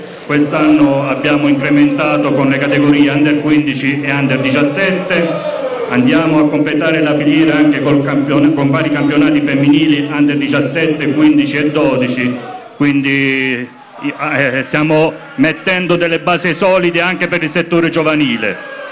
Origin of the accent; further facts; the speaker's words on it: Taranto, Apulia, Italy; Sì, per me da tarantino è un'emozione doppia.